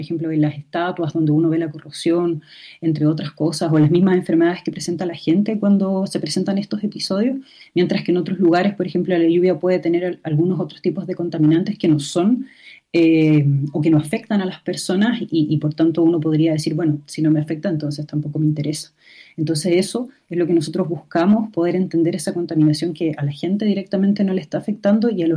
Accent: Chile

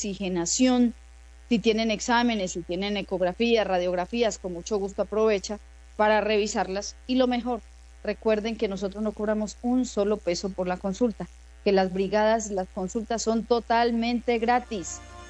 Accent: Argelia, Colombia; born there; moved away; nuestro bello municipio de Argelia. No sabe, Carlitos, la alegría que me da visitar mi pueblo.

